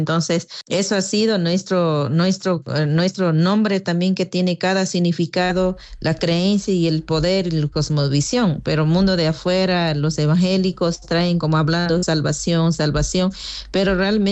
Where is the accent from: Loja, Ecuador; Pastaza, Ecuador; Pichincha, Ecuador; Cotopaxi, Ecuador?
Pastaza, Ecuador; Yo soy Huaorani de Pastaza por el sur. Yo siempre escuchaba desde niña hasta adolescencia que el norte de la Amazonía